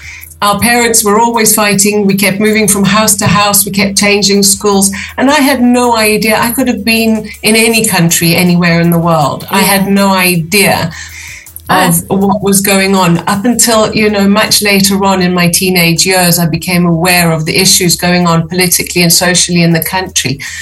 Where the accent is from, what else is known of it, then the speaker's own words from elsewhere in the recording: Durban, KwaZulu-Natal, South Africa; now in United Kingdom; I was raised in Durban in South Africa, and I was the middle child of six.